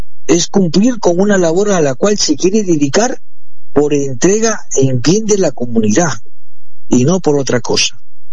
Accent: Peru; Nosotros no, nosotros somos nación peruana. Peruana, no aymara.

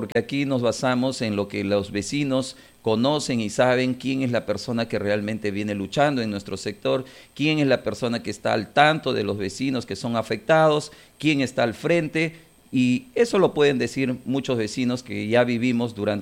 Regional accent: Punta Hermosa, Lima, Peru; nosotros somos de Punta Hermosa y a la fecha nosotros tributamos ante la municipalidad

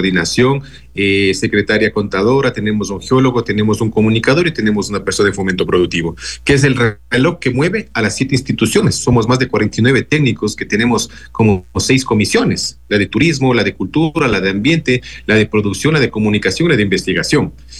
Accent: Riobamba, Chimborazo, Ecuador; Yo llevo acá en la prefectura casi 21 años. Bueno, yo soy de Riobamba, trabajo acá ya 21 años.

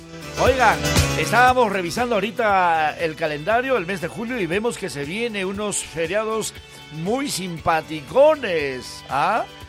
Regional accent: Huancayo, Junín, Peru; Nosotros mismos, huancaínos.

